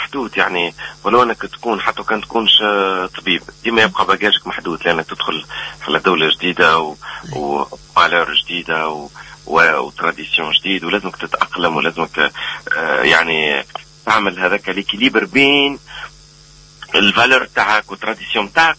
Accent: Tunisia; moved away as an adult; احنا هنا عندنا في تونس

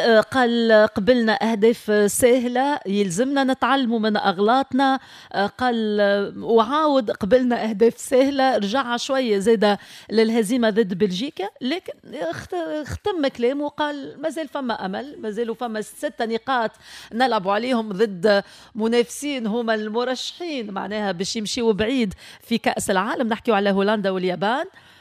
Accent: Tunisia; شنو اللي يرضينا احنا كجمهور تونسي

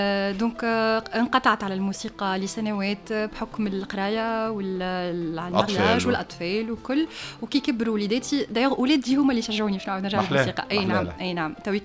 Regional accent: Bizerte, Bizerte Governorate, Tunisia; احنا نجيو كمان من بنزرت.

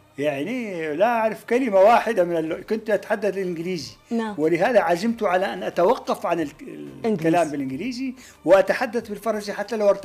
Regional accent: Iraq; moved away as an adult; now in France; أنا كممثل عراقي

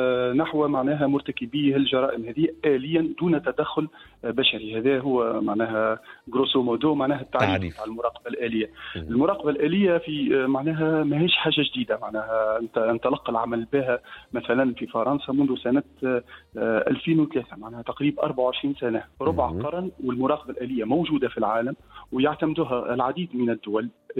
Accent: Tunisia; احنا الرادار اللي موجود عندنا في تونس

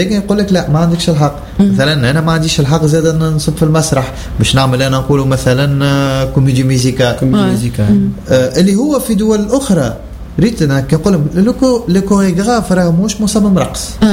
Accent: Tunisia; also born or lived in Sfax

